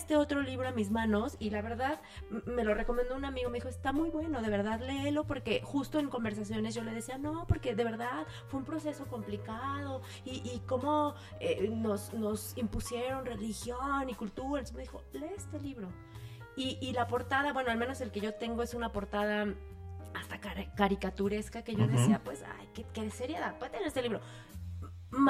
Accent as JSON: {"language": "Spanish", "country": "Mexico", "said": "en México estamos buscando quién nos materne o nos paterne"}